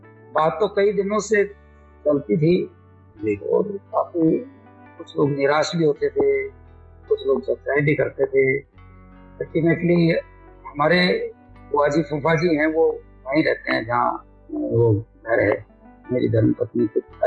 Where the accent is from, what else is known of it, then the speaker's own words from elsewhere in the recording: Odisha, India; born there; मेरा जन्म है जो उड़ीसा में हुआ था।